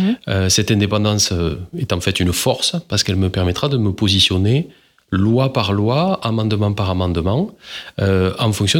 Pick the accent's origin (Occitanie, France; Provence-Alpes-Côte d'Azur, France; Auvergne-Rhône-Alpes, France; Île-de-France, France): Occitanie, France; Foix; born there; Je suis ingénieur de formation, je suis né à Foix. Et j'ai fait mes études à Toulouse